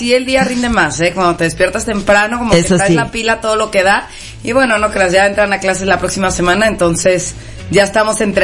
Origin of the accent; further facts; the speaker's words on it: Jalisco, Mexico; yo soy de aquí, de Jalisco.